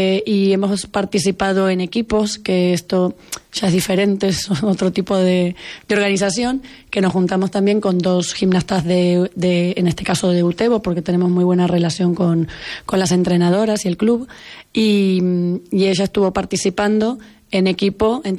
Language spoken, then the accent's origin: Spanish; Argentina; moved away; Yo soy argentina